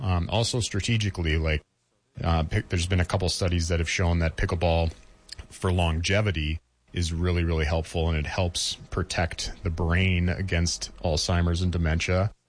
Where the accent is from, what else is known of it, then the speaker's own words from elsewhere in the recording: Minneapolis, Minnesota, United States; And I grew up in the Twin Cities and I moved north to live up here because a minute in the car is a mile down the road.